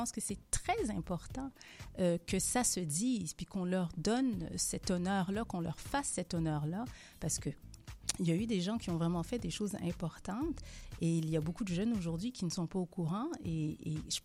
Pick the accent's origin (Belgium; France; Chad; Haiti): Haiti; notre histoire en tant qu'Haïtien.